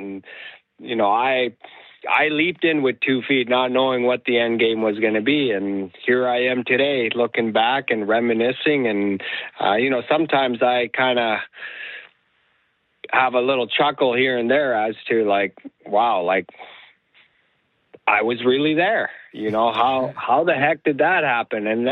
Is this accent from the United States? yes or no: no; Nunavut, Canada; I reflect back to growing up in Nunavut and you know, the survival mode mentality every day, where it was a challenge.